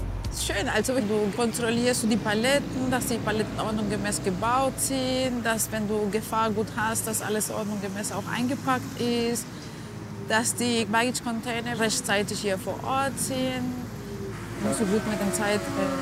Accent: Argentina; German is a second language; moved away as an adult; now in Germany; Ich bin aus Argentinien.

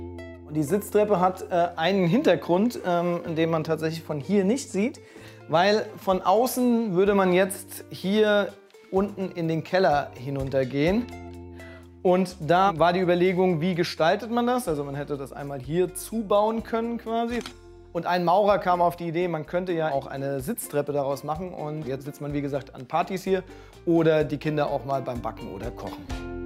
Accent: Rhine-Main area, Germany; moved away; also born or lived in Berlin; Als wir 2017 von Berlin zurück ins Rhein-Main-Gebiet gezogen sind, haben wir nach einem Einfamilienhaus zum Sanieren und Renovieren gesucht. Wir kommen beide hier aus dem Ort und wollten auch, dass unsere Kinder eben in der Kleinstadt aufwachsen

